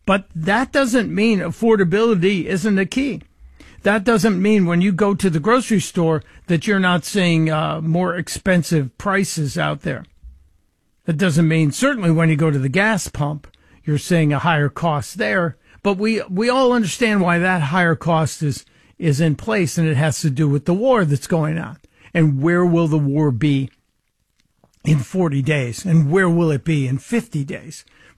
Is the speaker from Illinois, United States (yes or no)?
yes; Illinois, United States; Fritz in the capital of my home state of Illinois.